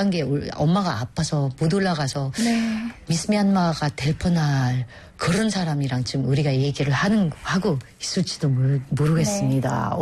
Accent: Philippines; Korean is a second language; 아무튼 제가 필리핀에서 왔던 거이다 보니까

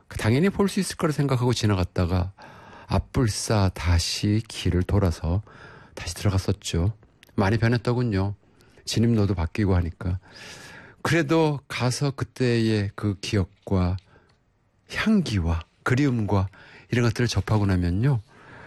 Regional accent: Ganseong, Gangwon, South Korea; born there; moved away; 제가 고향이 태어난 곳이 강원도 저 북쪽 가까운 곳 고성 간성이라는 곳에 태어났거든요.

